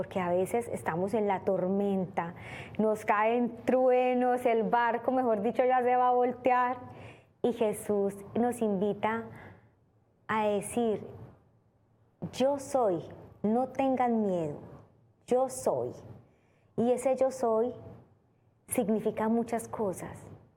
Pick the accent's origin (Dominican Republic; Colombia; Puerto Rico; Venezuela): Colombia; y ahora en mi país, Colombia